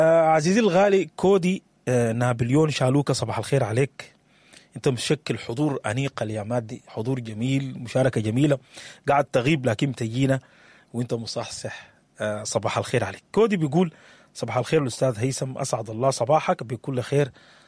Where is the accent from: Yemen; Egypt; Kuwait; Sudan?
Sudan; حقيقتنا كسودانيين